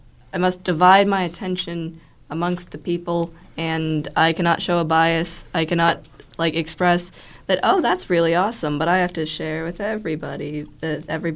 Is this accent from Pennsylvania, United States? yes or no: yes; Pittsburgh, Pennsylvania, United States; I'm from Pittsburgh.